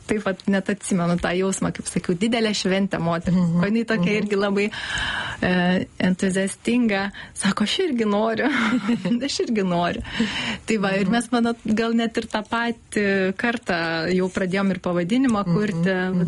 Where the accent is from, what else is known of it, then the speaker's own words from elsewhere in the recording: Panevėžys, Panevėžys County, Lithuania; Taip, aš iš Panevėžio.